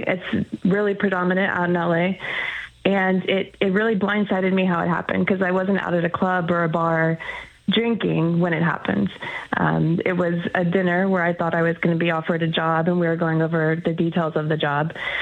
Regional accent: Houston, Texas, United States; Yes, I grew up in Houston, Texas. I was doing community theater at my local theater

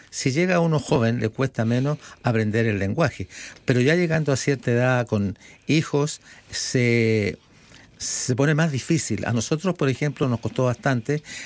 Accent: Santiago, Santiago Metropolitan Region, Chile; now in Melbourne, Australia; No, yo vengo de Santiago. Soy santiaguino neto.

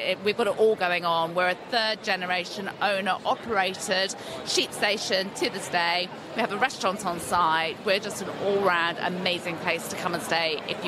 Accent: United Kingdom; As a Brit coming to somewhere so isolated, so rural, the enormous skies

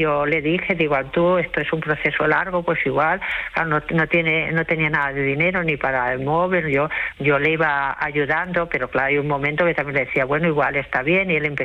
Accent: Badalona, Catalonia, Spain; Porque yo volví a Badalona, yo soy de Badalona, pero he estado muchos años viviendo fuera de Badalona

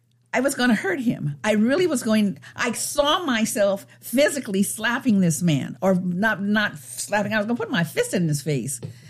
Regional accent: United States; born or raised there

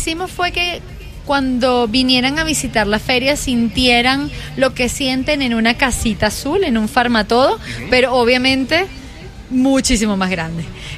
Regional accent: Caracas, Capital District, Venezuela; now in Bogotá, Colombia; yo soy de Caracas, cerquita. Ajá. A media hora hay playas hermosas de Venezuela.

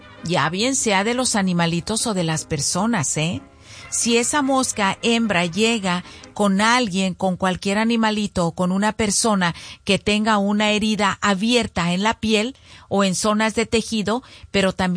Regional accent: Zacualco de Torres, Jalisco, Mexico; born or raised there

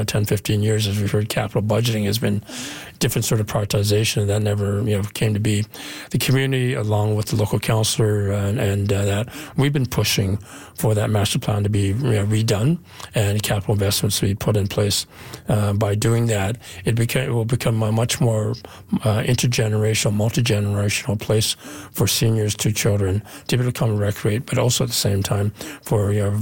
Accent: Vancouver, British Columbia, Canada; now in Calgary, Canada; I think you and I, for example, we grew up in Vancouver

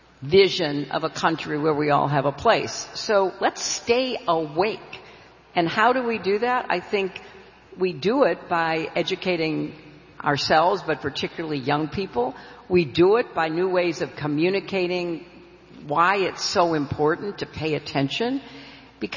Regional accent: Park Ridge, Illinois, United States; also born or lived in Chicago; I was living in Park Ridge, Illinois. I was born in Chicago, but I grew up in Park Ridge.

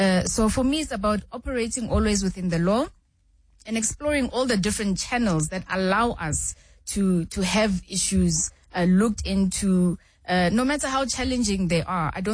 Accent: Garankuwa, Gauteng, South Africa; I grew up at a time when 702 was a smaller radio station, and I lived in Garankuwa. I grew up in Garankuwa, for instance.

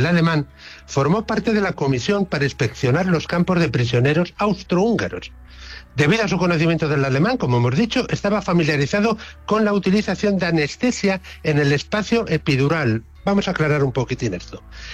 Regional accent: Spain; porque somos españoles y los españoles tratamos así a nuestros placeres

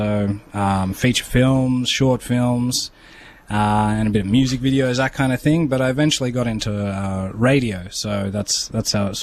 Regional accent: Armidale, New South Wales, Australia; moved away as an adult; now in Tennant Creek, Australia; I grew up in Armidale, New South Wales, which is like northern New South Wales. Apparently the highest city in Australia.

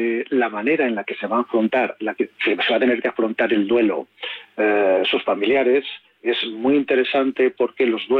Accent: Zamora, Castile and León, Spain; born there; Zamora, mi tierra natal

